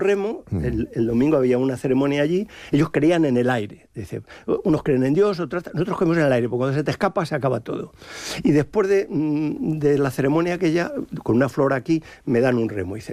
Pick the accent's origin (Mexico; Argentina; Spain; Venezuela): Spain; Madrid, Community of Madrid; now in Salamanca, Spain; yo soy madrileño y ahora estoy adoptado en Salamanca por la cátedra, ¿no?